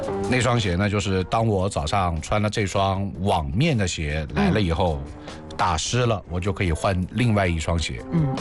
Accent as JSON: {"language": "Chinese", "town": "Yueyang", "region": "Hunan", "country": "China", "tie": "born or raised there", "said": "还好我到这边来我也比较适应，因为我从小在湖南长大，而且湖南我在岳阳，岳阳呢也是在长江边"}